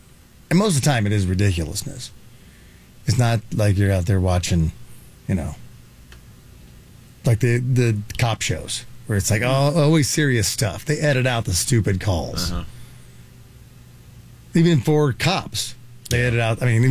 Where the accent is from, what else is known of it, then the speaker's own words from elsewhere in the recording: Canada; I'm Canadian, obviously.